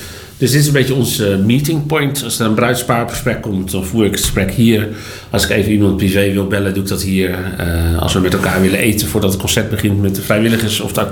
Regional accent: Gouda, South Holland, Netherlands; Ik ben er geboren en getogen.

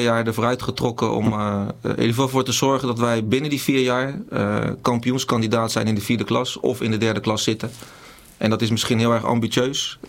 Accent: Delft, South Holland, Netherlands; ik kom natuurlijk oorspronkelijk uit de regio Haaglanden. Jaren bij Zoetermeer gewerkt. Wipolder. Ik ben zelf geboren en getogen in Delft.

